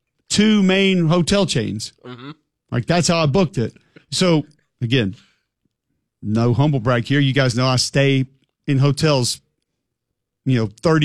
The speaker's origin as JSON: {"language": "English", "region": "Alabama", "country": "United States", "said": "We're in town from Alabama."}